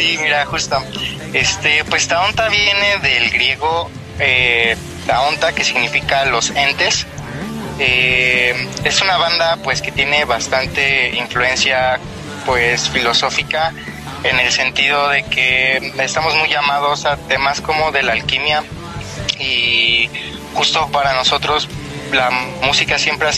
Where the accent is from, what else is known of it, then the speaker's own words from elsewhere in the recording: Mexico City, Mexico; Somos de la Ciudad de México, justo estamos por Iztapalapa.